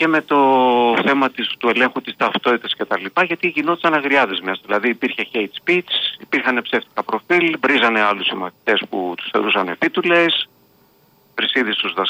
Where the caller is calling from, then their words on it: Kallithea, Nea Smyrni, Attica, Greece; Εγώ δηλαδή στα μέρη μας, Καλυθέα, Νέας Μήνη, Νότια Προάστη